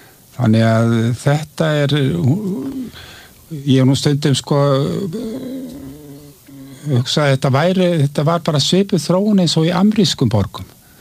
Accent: Reykjavik, Capital Region, Iceland; Þegar ég sko var að alast upp hérna í Reykjavík, þá var sko þetta mjög þétt borg.

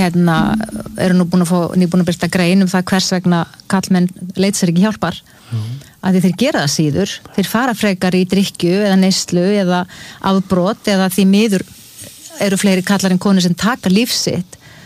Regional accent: Ísafjörður, Westfjords, Iceland; Ég meni ég alveg upp á Ísafirði það sem að voru sjóslis, voru tíð og margir

